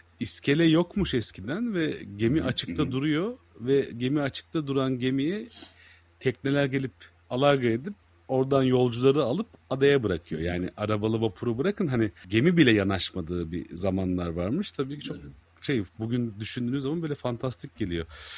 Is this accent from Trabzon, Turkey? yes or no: no; Heybeliada, Istanbul, Turkey; İşte ben Heybeli Adalıyım. Bizim adalarımızda araba yoktu.